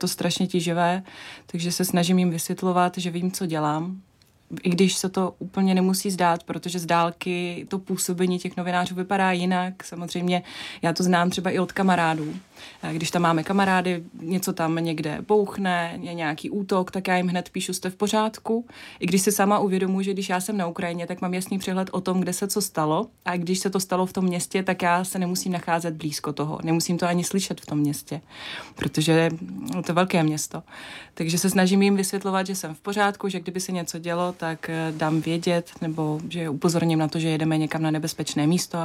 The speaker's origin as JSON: {"language": "Czech", "country": "Kazakhstan", "first_language": "Russian", "second_language": "Czech", "moved": "yes", "said": "jsem původem z Kazachstánu, že jsem rodila vlastně ruskojazyčná, že ukrajinsky nemluvím, i když rozumím"}